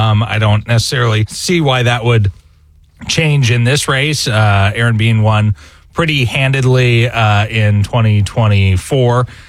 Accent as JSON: {"language": "English", "region": "Florida", "country": "United States"}